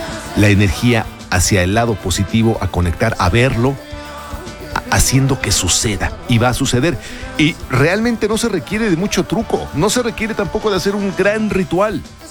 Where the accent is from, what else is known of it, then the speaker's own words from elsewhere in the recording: Mexico; siendo mexicanos